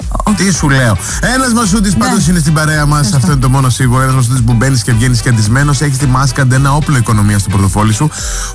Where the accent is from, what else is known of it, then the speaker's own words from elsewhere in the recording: Amorgos, South Aegean, Greece; Εμείς στο νησί μου έχουμε μεγάλο πανηγύρι και χτες το βράδυ, ναι, στην Αιγιάλη και σήμερα έχουμε στη χώρα της Αμοργού